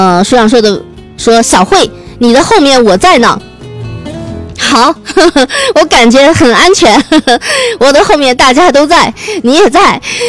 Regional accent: Xinjiang, China; 就是我也是新疆长大的娃娃啊

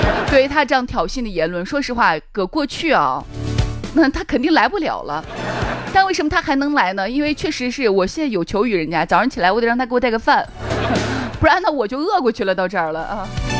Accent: Shaanxi, China; 我们陕西人

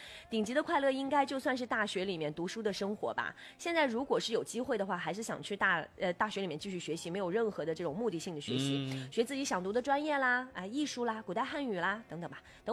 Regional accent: Inner Mongolia, China; moved away; 我家乡内蒙古

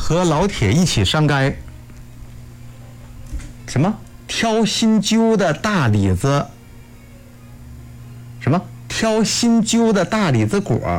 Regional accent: Northeast China, China; 咱东北人啊，就是说这个东北话

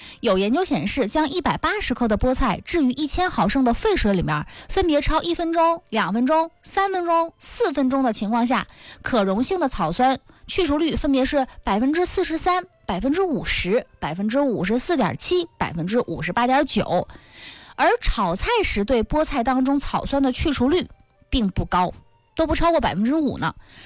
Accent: Northeast China, China

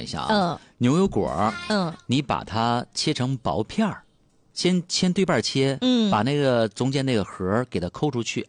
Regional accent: Dalian, Liaoning, China

